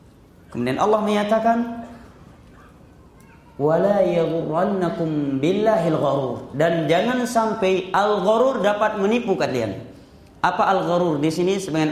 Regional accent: Pidie Jaya, Aceh, Indonesia; Ya, di daerah saya terjadi sepertiga akhir malam sebelum waktu subuh di Pidijaya.

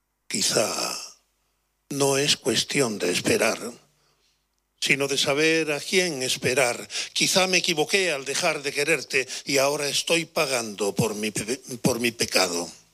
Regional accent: Spain; born there; now in Canary Islands, Spain; yo ya desde la península me enamoré de Canarias y todo mi afán era venir a Canarias y hasta que no lo conseguí, no paré.

